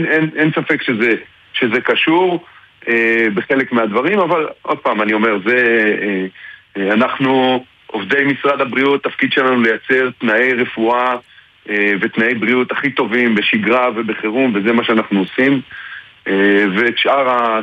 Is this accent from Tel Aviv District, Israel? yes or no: yes; Tel Aviv, Tel Aviv District, Israel; moved away as an adult; now in Hila, Israel; אני במקור מהמרכז, אני במקור מתל אביב.